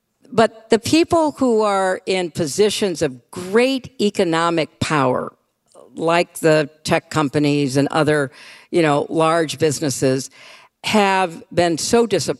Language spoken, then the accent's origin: English; New York, United States; But I'm not a Mainer. I'm a New Yorker.